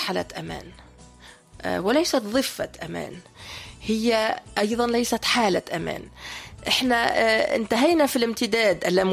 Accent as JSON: {"language": "Arabic", "country": "Tunisia", "said": "كانوا يقولوا هذه فلسطينية في تونس، مش كانوا ما كانوش يتصوروا لأني تونسية"}